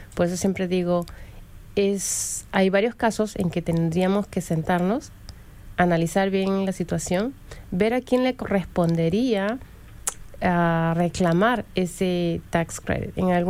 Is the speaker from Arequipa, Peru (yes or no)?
no; Lima, Peru; now in Perrysburg, Ohio, United States; soy de Lima, Perú. Yo tengo aquí en los Estados Unidos casi 30 años